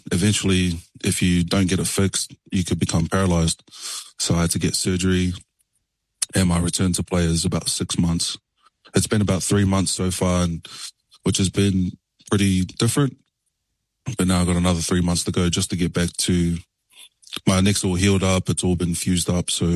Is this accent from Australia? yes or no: yes; Sydney, New South Wales, Australia; also born or lived in Gisborne, New Zealand / Wellington, New Zealand; So I was born in Gisborne. I moved to Wellington when I was about 3. Lived there for about 5 years. I was living in, I believe, Lower Hutt at the time. And then I moved over to Sydney and grew up there for about 10 years